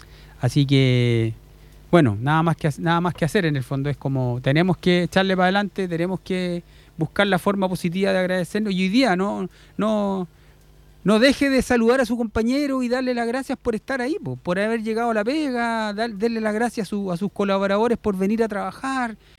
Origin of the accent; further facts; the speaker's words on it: Chile; en nuestro país somos así, los chilenos en general